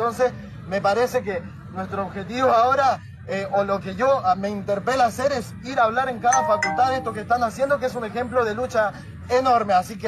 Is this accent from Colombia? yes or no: no; Chile; Soy también chileno